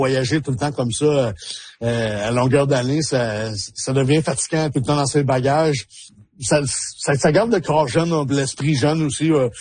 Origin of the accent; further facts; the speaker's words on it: Canada; c'est quand même notre chez nous au Canada